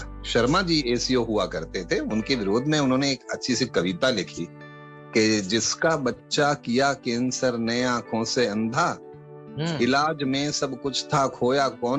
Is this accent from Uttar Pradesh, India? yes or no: yes; Etawah, Uttar Pradesh, India; born there; now in Ahmedabad, India; UP के Etawah district में हमारी जन्मभूमि रही है।